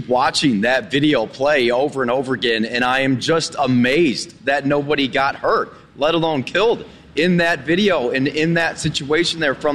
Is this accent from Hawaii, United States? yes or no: no; Toledo, Ohio, United States; now in New York, United States; I'm from Ohio, Toledo, the other side of the state